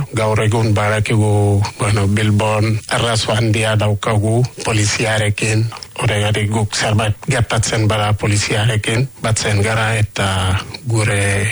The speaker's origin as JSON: {"language": "Basque", "country": "Senegal", "moved": "as an adult", "lives_now": "Basque Country, Spain", "said": "nik arantzale izan nintzen Senegalen, 12 urte lan egin nuen itxasoan"}